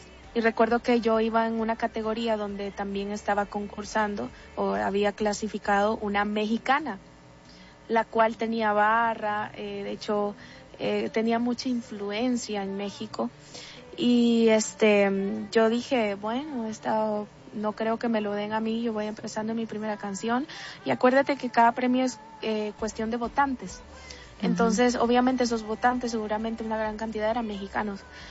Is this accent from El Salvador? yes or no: yes; El Salvador; Así es, soy salvadoreña y tengo 19 años